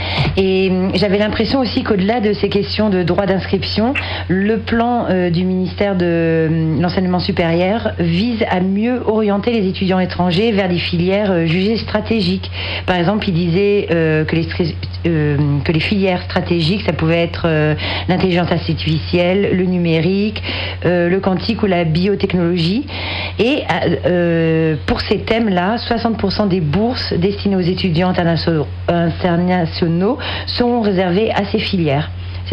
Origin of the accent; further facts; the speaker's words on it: France